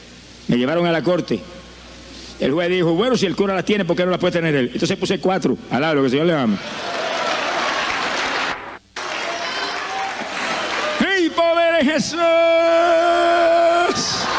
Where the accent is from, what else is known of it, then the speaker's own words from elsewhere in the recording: Camuy, Puerto Rico; Yo viví 35 años perdido en mi pueblo de Camuy, y nunca ningún evangélico me habló de Cristo.